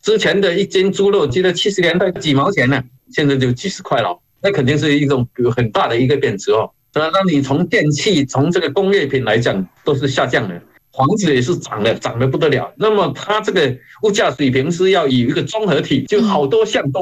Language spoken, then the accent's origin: Chinese; Yongchun, Fujian, China; 我的家乡就是在福建闽南的永春富阳镇，是个山区的小镇。在闽南的话，可以说10户有9户有侨的关系。